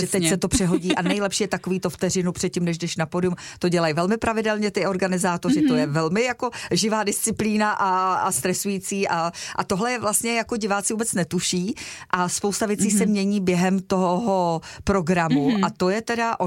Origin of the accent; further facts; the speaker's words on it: North Bohemia, Czechia; K Ploskovici mám velmi blízko jako Severočech